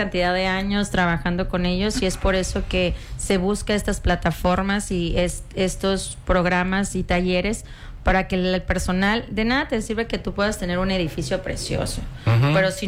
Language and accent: Spanish; Villahermosa, Tabasco, Mexico; Yo que soy de Villahermosa